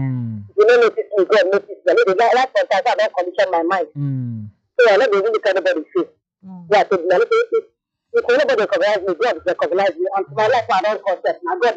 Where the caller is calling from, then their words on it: Nairobi, Kenya; I'm from Nairobi.